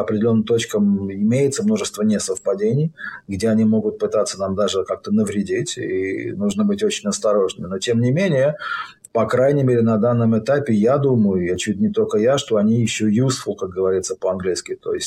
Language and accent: Russian; Israel